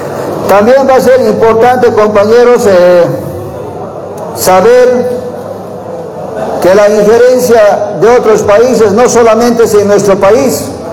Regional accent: Bolivia

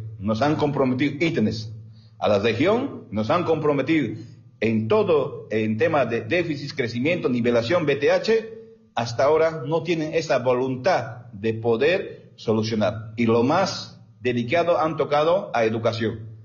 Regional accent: Bolivia; nuestros derechos como bolivianos en las regiones trópicas.

